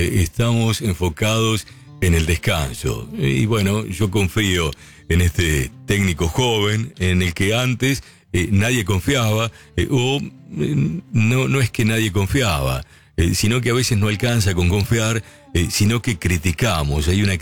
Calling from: Villa Devoto, Buenos Aires, Argentina; de Villa Devoto, te escucho siempre.

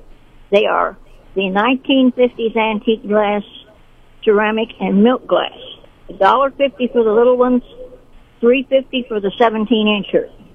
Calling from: Sedalia, Missouri, United States; Okay, I'm calling from Sedalia.

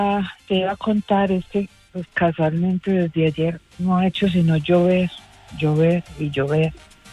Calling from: Pereira, Risaralda, Colombia; te llamo desde Pereira.

